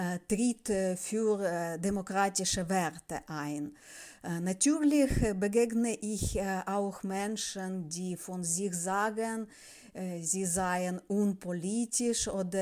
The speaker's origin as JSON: {"language": "German", "country": "Ukraine", "tie": "born or raised there", "said": "Ich wurde in der Sowjetunion geboren und bin dort aufgewachsen."}